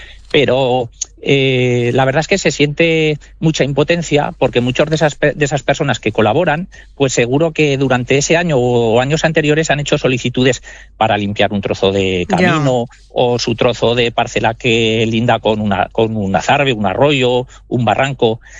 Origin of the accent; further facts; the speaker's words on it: Huesca, Aragon, Spain; porque soy de Huesca y tampoco los tengo muy cogidos